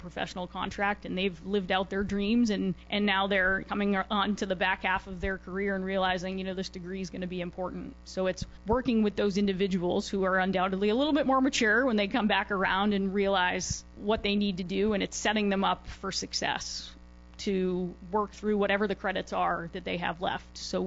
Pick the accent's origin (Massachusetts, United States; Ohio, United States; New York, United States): Massachusetts, United States; Wayland; also born or lived in West Roxbury / Milton; I grew up in Wayland, just outside the city